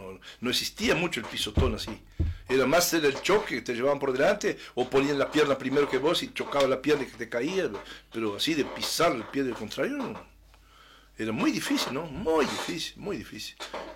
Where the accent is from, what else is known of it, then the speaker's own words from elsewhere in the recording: Montevideo, Uruguay; born there; Cuando niño, nosotros vivíamos en Montevideo.